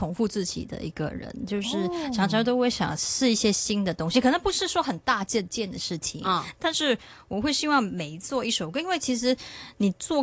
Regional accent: Singapore; 我童年不在香港长大，就是在新加坡

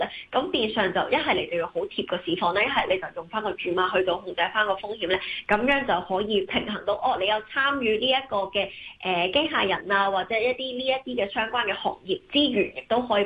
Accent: China; 因為始終我哋成日都講我哋中國人啦，咁揸金啦

